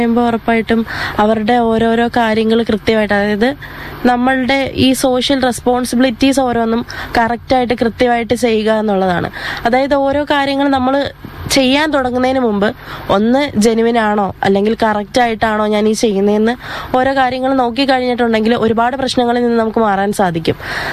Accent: Kochuthuruthu, Kerala, India; ഞാൻ കൊച്ചുതുരുത്ത് എന്നുള്ള സ്ഥലത്തു നിന്നാണ് വരുന്നത്.

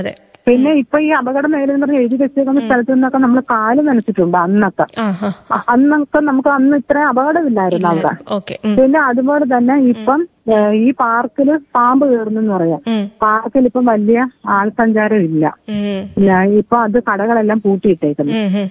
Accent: Kollam, Kerala, India; moved away as an adult; now in Mangad, India; ഞാൻ ജനിച്ചത് തന്നെ ആണ്ടാമുഖം നമ്മുടെ ബസ് സ്റ്റാൻഡ് ഇപ്പോഴത്തെ ബസ് സ്റ്റാൻഡിന്റെ അടുത്ത ഒരു പള്ളിയുണ്ടല്ലോ, അതാണ് ഞങ്ങളുടെ കുടുംബ പള്ളിയും അതിന്റെ അടുത്ത വീട്.

